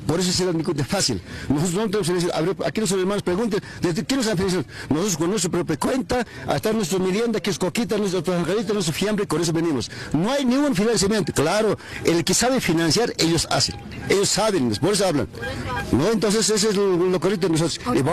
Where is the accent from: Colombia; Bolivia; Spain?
Bolivia